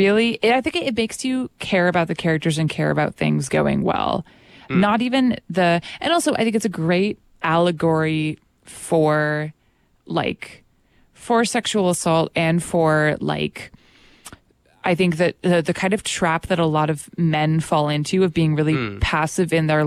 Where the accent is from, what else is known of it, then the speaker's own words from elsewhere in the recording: St. John's, Newfoundland and Labrador, Canada; moved away; growing up in St. John's and then like living here for the past few years